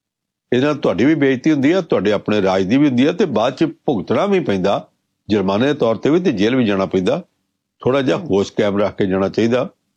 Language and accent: Punjabi; Punjab, India